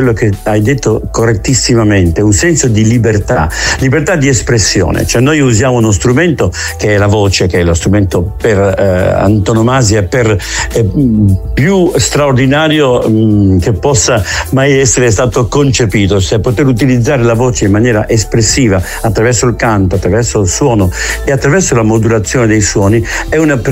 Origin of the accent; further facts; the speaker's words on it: Genoa, Liguria, Italy; sia io da genovese che Massimo Zennaro da veneziano, da isolano, abbiamo il mare nelle vene.